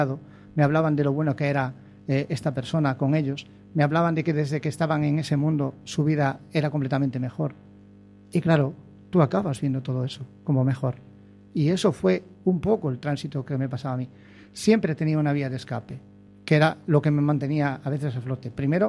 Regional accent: Baiona, Galicia, Spain; Yo, como te digo, soy de Bayona. Mi bisabuela era una persona que tenía vacas y se curaba con hierbas todo.

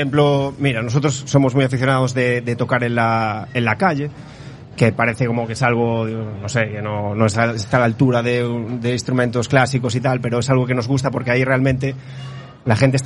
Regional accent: A Coruña, Galicia, Spain; algunos de los integrantes del grupo somos de Monte Alto.

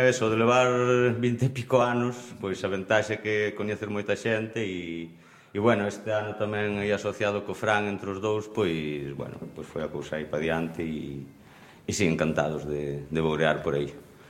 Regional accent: Galicia, Spain

